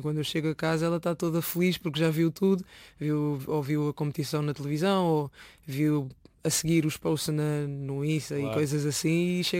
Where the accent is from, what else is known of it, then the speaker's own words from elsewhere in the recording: Lisbon, Portugal; born there; As raízes portuguesas vêm muito diretamente da parte do pai. Pronto, eu nasci cá, nasci em Lisboa. Mas tenho muito mais contacto com o lado africano, porque eu cresci sempre só com a minha mãe, entre os meus familiares africanos